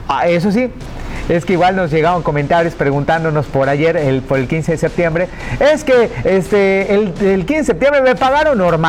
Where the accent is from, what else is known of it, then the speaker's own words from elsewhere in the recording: Mexico; como mexicanos nos gusta agarrar la fiesta desde antes